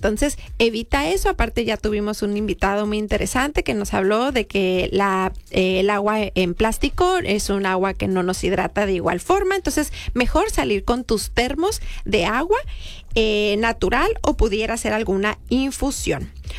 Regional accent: northern Mexico, Mexico; yo como buena norteña, esas tortillas de harina, ¿verdad?

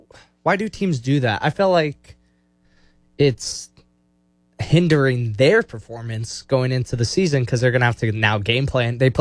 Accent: New Mexico, United States; And they're like, where are you from? And we're like, New Mexico.

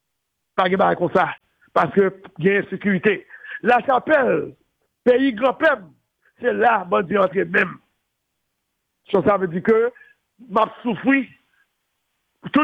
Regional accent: Haiti; que je vais voter parce que je suis haïtien.

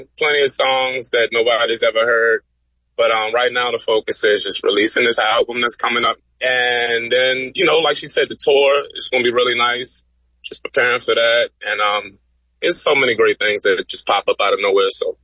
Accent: Baltimore, Maryland, United States; moved away; Me, I'm from Baltimore

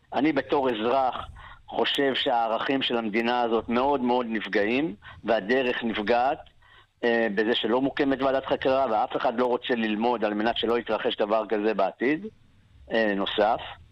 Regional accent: Be'eri, Southern District, Israel; גדלתי במקום כמו בארי, בדפוס בארי, שהיינו ארגון לומד.

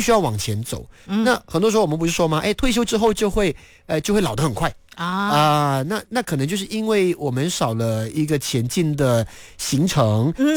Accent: Malaysia; 对对，我是马来西亚人，那我这位同事呢，他就是马来族啊，马来人，那我是在马来西亚，我目前是第三代的华人

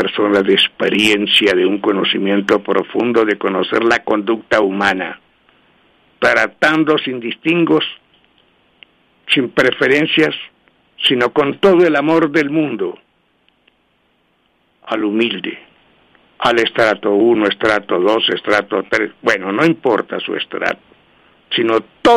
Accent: Colombia; como buen colombiano, dar mi voto

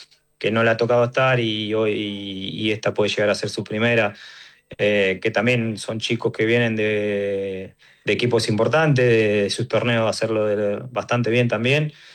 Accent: Argentina; como todo argentino, con la expectativa de que sea como el mundial pasado.

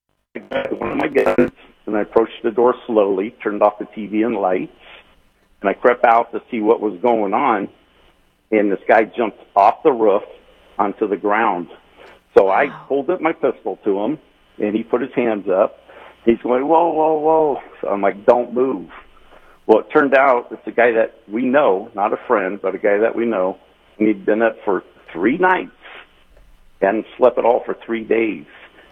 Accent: Salinas, California, United States; I'm 66 years old. I'm born and raised in Salinas, so I've seen Salinas change.

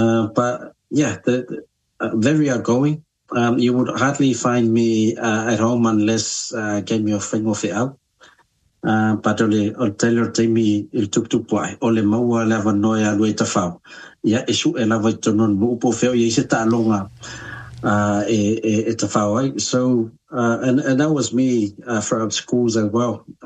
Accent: Samoa; So I did all my schooling, primary schooling in Apia, but I live in the village and that's where I grew up.

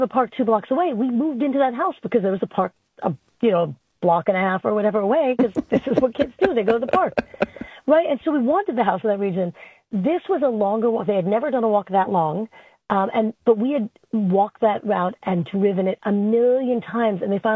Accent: Flushing, New York, United States; I grew up in Flushing. I'd walk home from the park all the time.

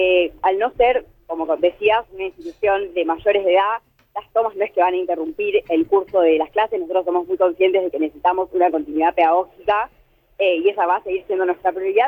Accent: Argentina; como estudiantes y como argentinos.

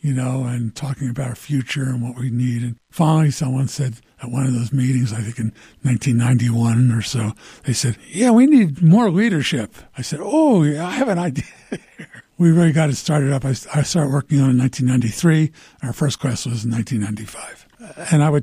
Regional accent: Philadelphia, Pennsylvania, United States; now in Park City, United States; I grew up in Philadelphia around Quakers.

